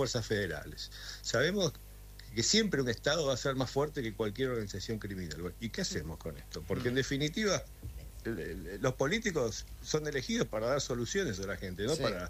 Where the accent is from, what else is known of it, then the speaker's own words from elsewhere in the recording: Argentina; Somos todos el mismo equipo, somos todos argentinos. Ajá. Acá la General Paz no debería de marcar una diferencia.